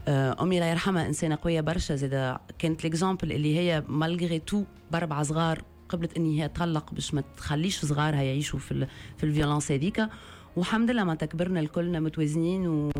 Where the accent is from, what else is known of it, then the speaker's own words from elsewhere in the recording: Tunisia; born there; also born or lived in Algeria; انا بابا ديري ديجا امي تونسية بابا ديري. انا تولدت في تونس وخواتي الكبار تولدوا في الجزائر